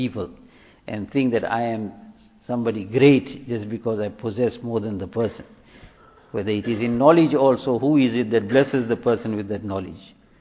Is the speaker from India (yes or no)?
no; South Africa; I said, "Yunus, I'm from South Africa."